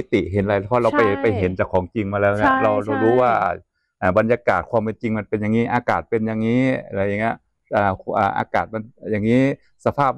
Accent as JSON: {"language": "Thai", "region": "Chiang Rai", "country": "Thailand", "tie": "born or raised there", "said": "เพราะความที่เมื่อก่อนเราอยู่บ้านอยู่เชียงรายเนี่ยชนบทของเราเป็นแบบนี้ไงแต่ตอนนี้มันที่เชียงรายมันหายไปหมด"}